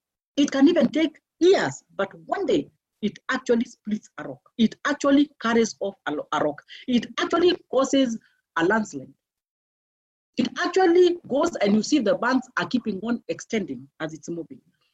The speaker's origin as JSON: {"language": "English", "region": "Meru County", "country": "Kenya", "tie": "born or raised there", "said": "I grew up at country in Meru."}